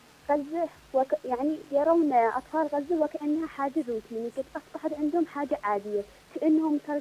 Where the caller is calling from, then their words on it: Yemen; يعني إحنا ما نتشرفش إن إحنا يكون واحد مننا من هذا من اليمن